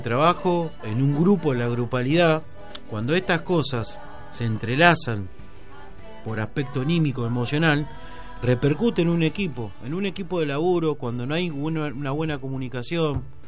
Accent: Punta Alta, Buenos Aires Province, Argentina; Yo que vengo de Punta Alta, me crié.

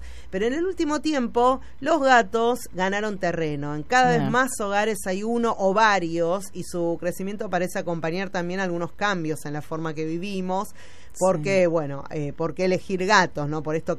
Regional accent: Argentina; somos los argentinos de tener mascotas mucho

